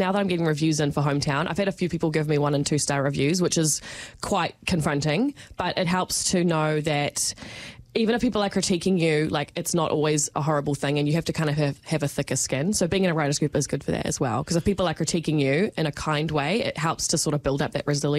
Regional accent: Kaitaia, Northland, New Zealand; moved away as an adult; also born or lived in Dunedin; So it was nice to be able to finally like write about Kaitaia and how I feel about Kaitaia and the move to Dunedin and how that felt. It's like so different because Kaitaia is such a small town and Dunedin's a big city in comparison.

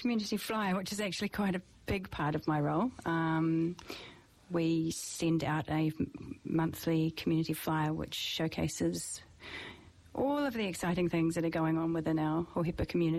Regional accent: New Zealand; born there; moved away; also born or lived in Australia; I was born in New Zealand and later on spent some time travelling, ended up in Australia for around 10 years and with a bit of back and forth, and then ended up back here in New Zealand in 2008

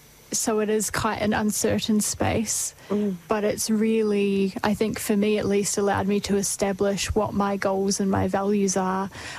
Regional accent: Dunedin, Otago, New Zealand; I am 24 and grew up in Dunedin, born and raised down the peninsula by the water. Went to school in Dunedin

